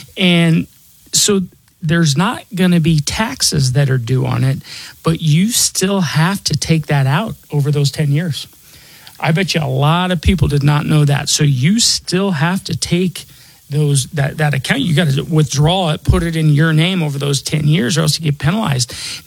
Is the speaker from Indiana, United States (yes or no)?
no; Denver, Colorado, United States; born or raised there